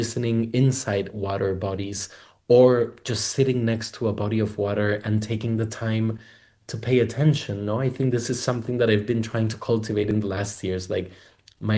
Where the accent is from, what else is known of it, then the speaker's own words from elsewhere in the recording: Colombia; now in Spain; that I think is quite interesting is in Colombia, where I'm originally from. I live in Spain, but I'm from Colombia.